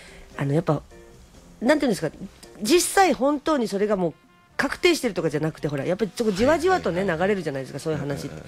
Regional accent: Okinawa, Japan; 別にその沖縄が嫌だとかじゃなくて、うんうんうん、自分たちがじゃあ生まれ育った島の、あのことを知るっていうこととかがあまりこう少なかったんだろうなって

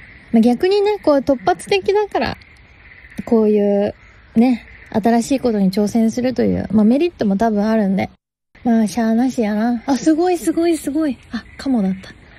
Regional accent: Tochigi, Japan; 4月5日栃木県佐野市、地元の栃木県でやりましたお花火ライブの様子をここからお聞きください。

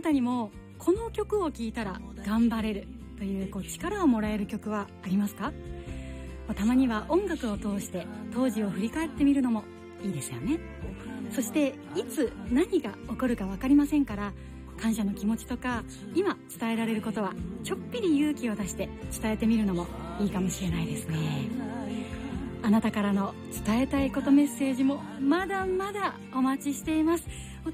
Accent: Kagoshima, Japan; moved away as an adult; also born or lived in Tokyo; あれから十数年、鹿児島に帰ってきました。

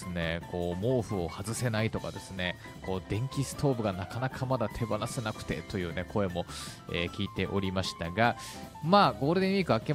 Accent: Nagoya, Aichi, Japan; now in Kyoto, Japan; 僕はあの地元が名古屋でございまして

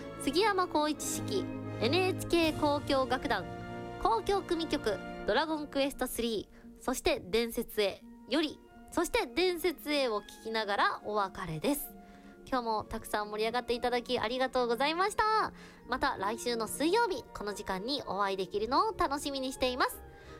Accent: Yamanashi, Japan; こちらもぜひ山梨、私の地元でございます。

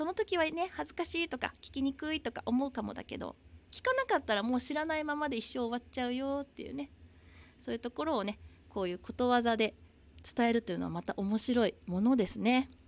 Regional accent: Hiroshima, Japan; now in Okinawa, Japan; 本当にこの地元の広島から沖縄に住んだのが私にとっては初めての、一人でこう引っ越すっていうのはね、初めてだったんです。

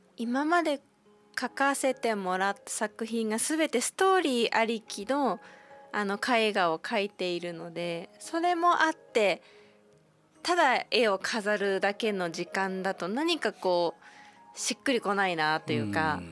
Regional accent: Makinohara, Shizuoka, Japan; 私の地元の静岡県牧之原市が台風の被害があって

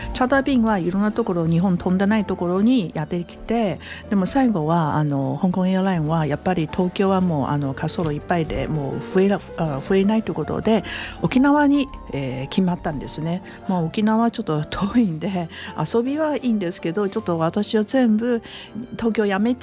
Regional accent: Taiwan; 最初はもう台湾の出身ですから台湾は詳しいんですね

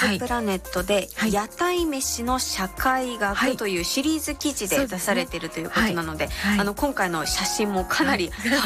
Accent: Fukuoka, Japan; 私福岡出身ですし、

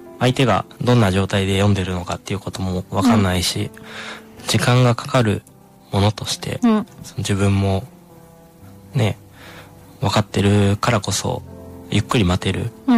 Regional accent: Osaka, Japan; まあ、あとはね、大阪で育った僕には、ナイトスクープっていう番組があるんですよ。

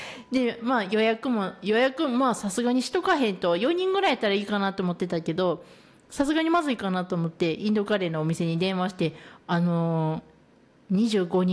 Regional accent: Higashiomi, Shiga, Japan; 私は東近江市出身なんで、東近江市から行くんですけど

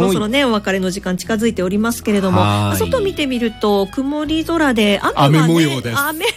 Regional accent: Inuyama, Aichi, Japan; moved away; うわ犬山の そうそうそう、 もうふるさとのと思ったら懐かしい。

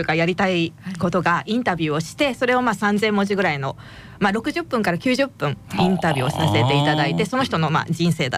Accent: Fussa, Tokyo, Japan; born there; now in Tachikawa, Japan; 私は立川市なんですけど、生まれは福生なんですよ。

